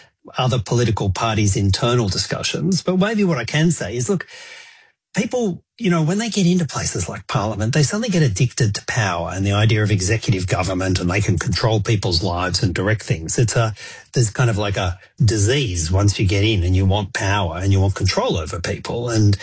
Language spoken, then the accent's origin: English; New South Wales, Australia; my home state of New South Wales in Sydney